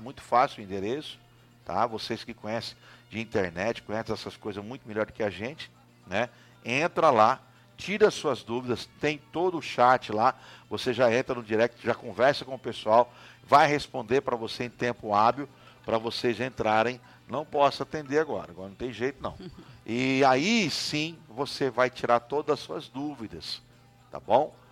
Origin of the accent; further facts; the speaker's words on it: São Paulo, Brazil; moved away; no interior de São Paulo, onde nós moramos, onde eu fui criado